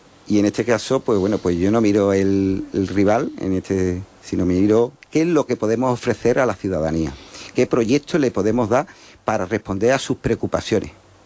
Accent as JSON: {"language": "Spanish", "town": "Jerez de la Frontera", "region": "Andalusia", "country": "Spain", "tie": "born or raised there", "said": "me siento muy jerezano y que por encima de todo está mi ciudad, que es donde yo he nacido, me he criado y espero morir aquí, en esta maravillosa ciudad."}